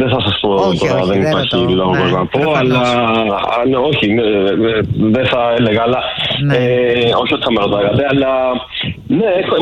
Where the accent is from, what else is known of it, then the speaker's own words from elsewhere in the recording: Agrinio, Western Greece, Greece; Ναι, μην ξεχνάτε ότι είμαι και από Αγρίνιο, οπότε εκεί πέρα φημιζόμαστε για το κρέας.